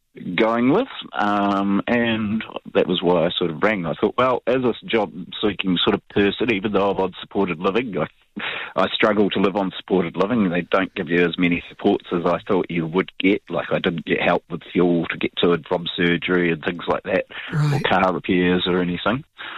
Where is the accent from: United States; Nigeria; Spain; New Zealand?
New Zealand; I think as a Kiwi, I know that I suppose there's a few Kiwis that don't necessarily want to be out there working